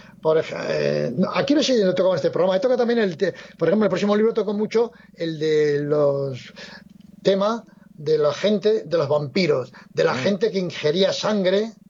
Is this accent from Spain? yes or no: yes; Navarre, Spain; esto ocurrió en mi tierra, por decirlo brevemente, y es que, bueno, yo soy navarro